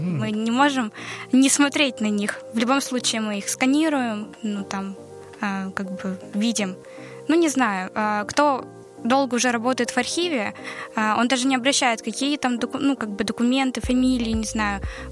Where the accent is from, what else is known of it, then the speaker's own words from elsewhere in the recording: Minyar, Chelyabinsk Oblast, Russia; moved away as an adult; Я приехала год назад из Челябинской области, с маленького городка Миньяр.